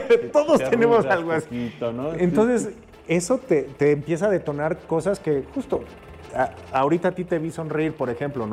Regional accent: Mexico

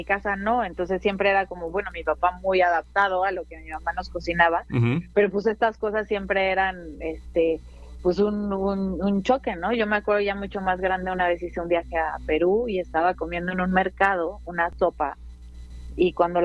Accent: Mexico City, Mexico; yo nací en la Ciudad de México, uh-huh. pero pues mi papá es oaxaqueño, del Istmo de Tehuantepec. Él es hablante de zapoteca. Uh-huh. Y mi mamá es chilena

